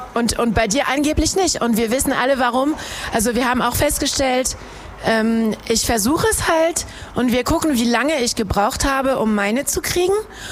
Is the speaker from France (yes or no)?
yes; France; now in Germany; Bin ich halt, nur Französisch und kann nicht wählen in 2 Wochen Sonntag.